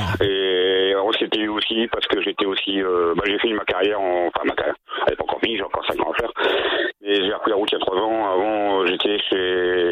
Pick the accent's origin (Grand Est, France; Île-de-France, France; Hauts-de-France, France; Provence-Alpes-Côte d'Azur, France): Hauts-de-France, France; Les Ch'tis parce qu'on est du Nord, Truckers parce qu'on est tous des routiers.